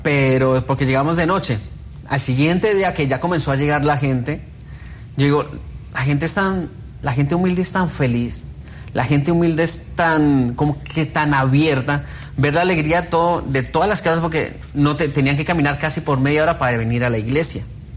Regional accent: Soacha, Cundinamarca, Colombia; Realmente yo soy de un pueblo llamado Soacha.

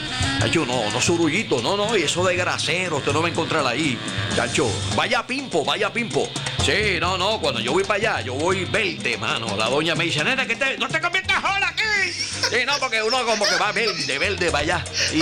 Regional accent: Sabana Grande, Puerto Rico; saludo por ahí a mi gente de mi pueblo, Sabana Grande, todos los barrios.

